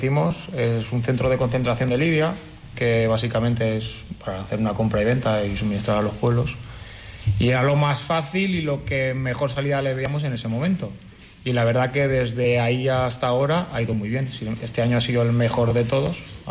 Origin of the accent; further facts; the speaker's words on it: Castellón de la Plana, Valencian Community, Spain; moved away as an adult; now in Cuenca, Spain; Sí, de Castellón. Yo llegué aquí ahora unos 10 años y nada, siempre mi pueblo es muy taurino y siempre hay muchas tradiciones a los toros.